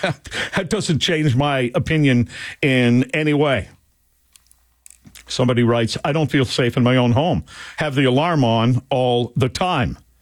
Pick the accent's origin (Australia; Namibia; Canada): Canada; moved away as an adult; also born or lived in United States; I grew up in Canada. I went to the United States and worked there, got into talk radio, and then came back here in 2010.